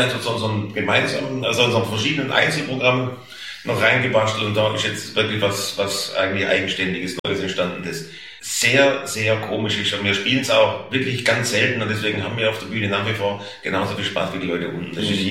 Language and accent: German; Stuttgart, Baden-Württemberg, Germany; accent: Swabian